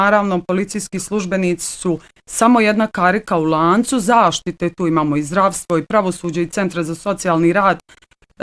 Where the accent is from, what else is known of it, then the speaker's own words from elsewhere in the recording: Bosnia & Herzegovina; mi u Bosni i Hercegovini